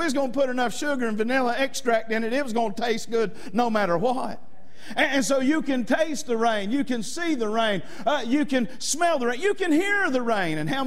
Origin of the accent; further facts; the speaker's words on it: Georgia, United States; I grew up in North Georgia